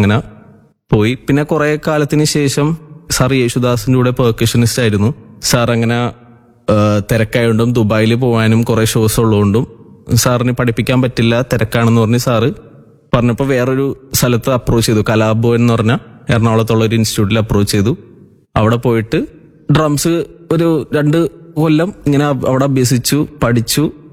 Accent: Thoppumpady, Kerala, India; ഞാൻ തോപ്പുംപടി സ്വദേശിയാണ്.

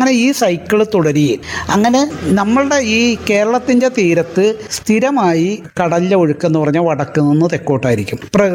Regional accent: Chellanam, Kerala, India; ഞാൻ ചെല്ലാനത്തുകാരനാണ്, ജനിച്ചു വളർന്നതും ഇവിടെ തന്നെയാണ്, താമസിക്കുന്നതും എല്ലാം ചെല്ലാനത്ത്.

